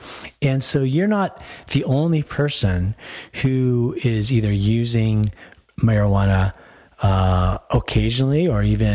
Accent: Aurora, Colorado, United States; moved away; I grew up and went to high school in Aurora.

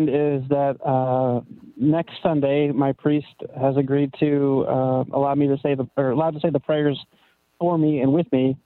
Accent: Maine, United States; No, I don't have any family on the West Coast. I'm from New England, Maine specifically.

